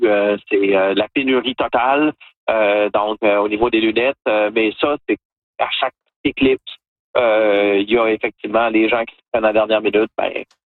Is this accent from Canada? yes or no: yes; Quebec, Canada; On est 13 Québécois